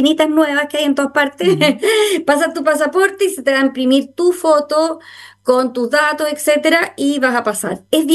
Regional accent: Jamaica; como somos ex colonia inglesa, en 1962 izamos la bandera de Jamaica

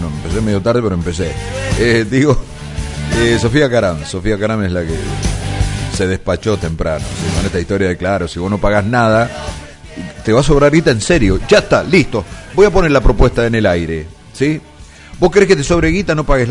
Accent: Argentina

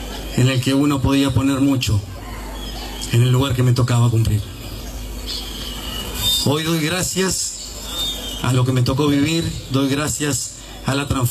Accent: Buenos Aires Province, Argentina; now in General Arenales, Argentina; En realidad no, no soy nacido acá. Soy del conurbano.

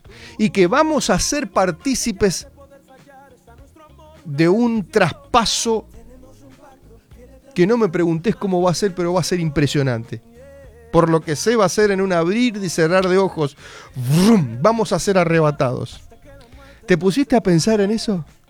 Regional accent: Argentina

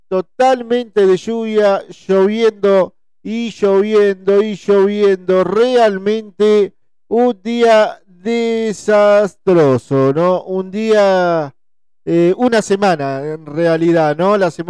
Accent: Buenos Aires, Argentina; also born or lived in Concepción del Uruguay, Entre Ríos; now in Diamante, Argentina; viví mucho tiempo en Concepción del Uruguay. En realidad yo soy de Buenos Aires, pero viví un tiempo en Concepción y en otros lugares de la provincia.

